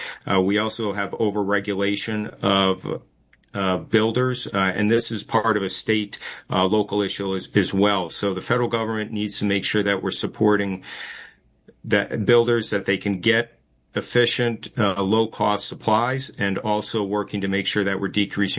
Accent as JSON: {"language": "English", "region": "New England", "country": "United States", "tie": "born or raised there", "said": "Well, I've been on a political journey. I grew up in New England in the 1960s and 70s."}